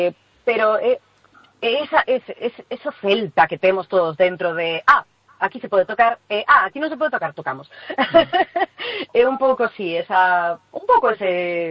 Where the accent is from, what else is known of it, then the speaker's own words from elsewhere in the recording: Galicia, Spain; A xente que somos daqui de Galicia sabemos que esos son paraxes galegos, o sea, lo sabemos de sobra.